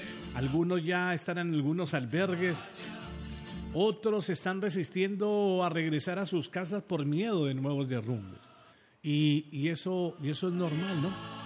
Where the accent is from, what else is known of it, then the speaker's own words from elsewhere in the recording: Pereira, Risaralda, Colombia; Hablo ahora de mi tierra, que tanto me duele, de Pereira.